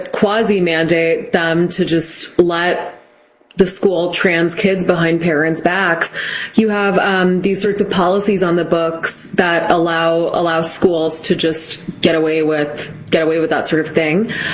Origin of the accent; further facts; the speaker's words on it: Massachusetts, United States; I'm from Massachusetts, which actually does have very good schools